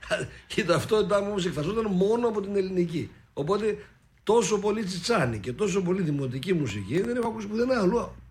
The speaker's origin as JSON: {"language": "Greek", "town": "Serres", "region": "Central Macedonia", "country": "Greece", "also_born_or_lived": "Karditsa", "said": "Είμαι Βορειοελλαδίτης και Εντροελλαδίτης και Βορειοελλαδίτης, γιατί ο πατέρας μου κατάγεται από την Καρδίτσα και μας έχουμε και ένα πολύ ωραίο πατρικό σπίτι από το 1890 φτιαγμένο που το έχω συντηρήσει στον Ελληνόπυργο, ένα χωριό. Πάνω από το Μουζάκι στην ορεινή Θεσσαλία"}